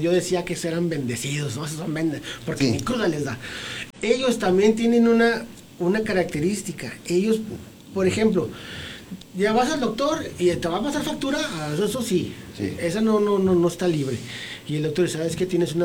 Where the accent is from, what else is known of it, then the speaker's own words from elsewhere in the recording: Ciudad Juárez, Chihuahua, Mexico; Yo soy de aquí de Ciudad Juárez.